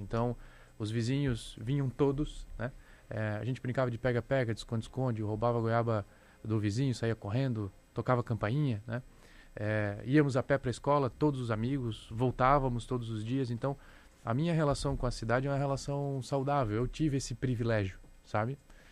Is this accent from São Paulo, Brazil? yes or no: no; Joinville, Santa Catarina, Brazil; Nasci na Zona Sul, ali no Floresta, e eu sempre fui para a escola a pé, sabe?